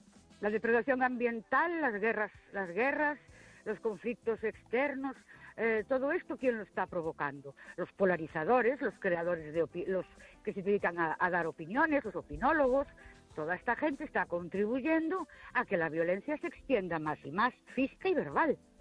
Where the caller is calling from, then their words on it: Ourense, Galicia, Spain; Buenas noches … de Ourense.